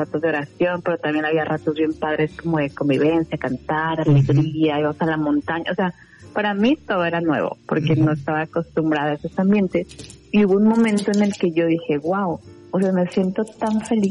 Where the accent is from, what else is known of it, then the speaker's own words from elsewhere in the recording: Guadalajara, Jalisco, Mexico; Yo soy de Guadalajara.